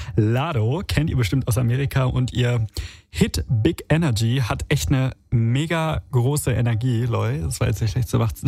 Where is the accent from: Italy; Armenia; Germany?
Italy; moved away; ich komme aus Italien und ich war auch schon ewig nicht mehr dort.